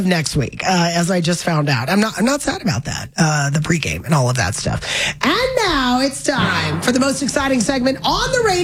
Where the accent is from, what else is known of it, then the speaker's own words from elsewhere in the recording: Florida, United States; I grew up in Florida